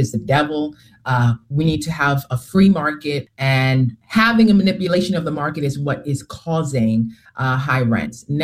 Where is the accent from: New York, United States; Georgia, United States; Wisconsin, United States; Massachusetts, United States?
New York, United States; Brownsville; I didn't grow up with a silver spoon. I grew up in Brownsville, right? With the most of the time with a single mother.